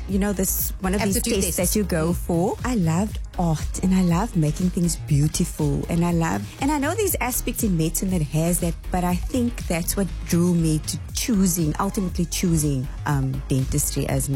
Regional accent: Cape Town, Western Cape, South Africa; also born or lived in Glenhaven, Bellville; I grew up in Glenhaven, Bellville. I was born in Cape Town and then moved to Kells River when I was about, say, six, seven years old. And I've been there ever since, before I got married.

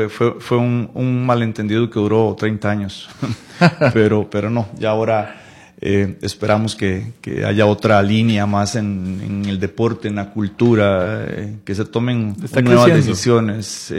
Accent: Palmares, Alajuela, Costa Rica; Soy costarricense. Soy costarricense. Soy de la zona occidente, muy específicamente de Palmares.

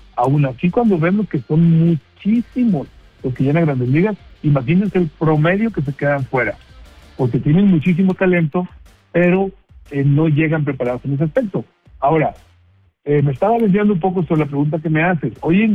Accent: Mexico

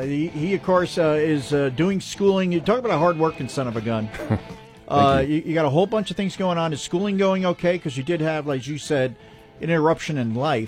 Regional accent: New Jersey, United States; I'm from New Jersey. So New Jersey, it was like, what's in it for me type of thing.

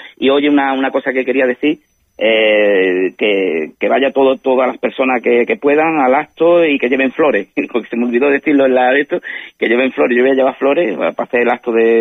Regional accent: Ceuta, Spain; lo que somos los españoles ceutíes

